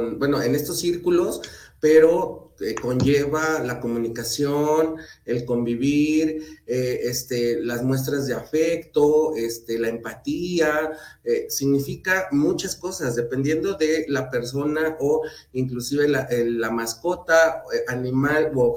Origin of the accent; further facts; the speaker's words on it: Tlalnepantla, State of Mexico, Mexico; desde acá, desde el Estado de México, en Tlalnepantla, yo le diría más bien mi tierra Tenayuca